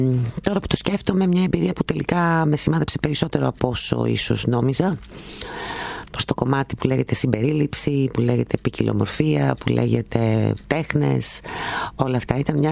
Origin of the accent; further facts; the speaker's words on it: Greece; also born or lived in Germany; γεννήθηκα στη Γερμανία, βασικά από Έλληνες γονείς. Έμεινα πολύ λίγο καιρό εκεί, δηλαδή σε ηλικία περίπου 3,5 ετών οι γονείς μου επέστρεψαν, οπότε δεν έχω έτσι αναμνήσεις από τη Γερμανία, αλλά κυρίως δηλαδή εδώ μεγάλωσα, εδώ πήγα σχολείο, εδώ όλα.